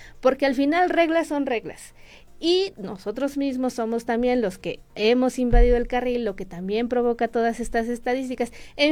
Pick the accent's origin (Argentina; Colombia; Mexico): Mexico; como mexicanos nos tienen que decir